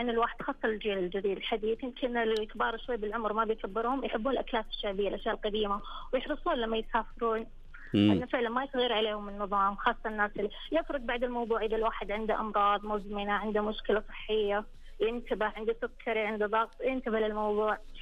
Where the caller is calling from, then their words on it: Taif, Makkah Province, Saudi Arabia; مدينة من الطايف.